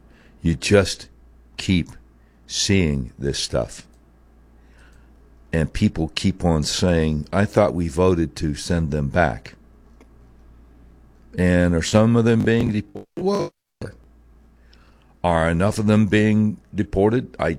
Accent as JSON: {"language": "English", "town": "Charlotte", "region": "North Carolina", "country": "United States", "tie": "born or raised there", "said": "right up the street from where I grew up in Charlotte"}